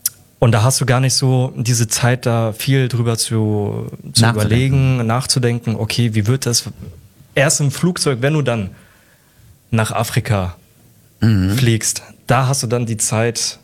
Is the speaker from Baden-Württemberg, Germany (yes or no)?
no; Frankfurt, Hesse, Germany; ich komme aus Frankfurt, sonst wir haben hier keine Berge.